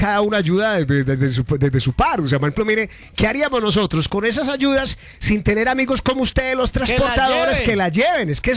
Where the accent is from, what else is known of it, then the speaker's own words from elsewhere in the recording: Antioquia, Colombia; Porque como buenos paisas, también hay veces lo dejamos para el último.